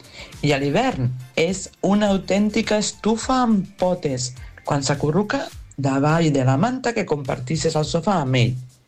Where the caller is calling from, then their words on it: Pego, Valencian Community, Spain; Jo també sóc de Pego.